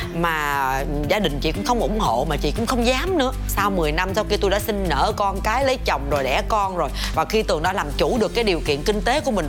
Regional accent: Vĩnh Long, Vietnam; moved away as an adult; Ngày xưa tôi 16 tuổi, tôi đã là hoa khôi của trường của tôi, một cái ngôi trường lớn nhất ở tỉnh Vĩnh Long rồi.

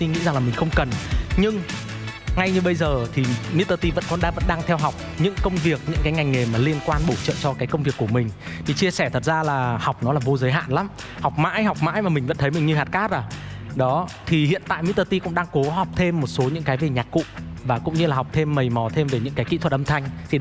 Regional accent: Northern Vietnam, Vietnam; born there; moved away as an adult; now in Ho Chi Minh City, Vietnam

